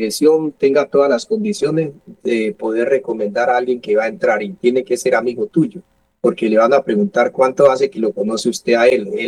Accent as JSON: {"language": "Spanish", "country": "Colombia", "said": "Y yo también, como buen colombiano"}